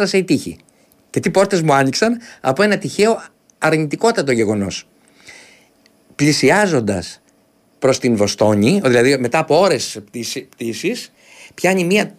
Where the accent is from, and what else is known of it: Greece; moved away; also born or lived in New York